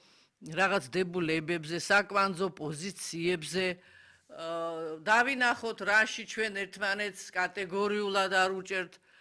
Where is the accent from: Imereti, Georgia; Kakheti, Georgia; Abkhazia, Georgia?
Abkhazia, Georgia; Sukhumi; მე პოლიტიკოსი ვარ, სოხუმიდან ვარ გამოდევნილი ადამიანი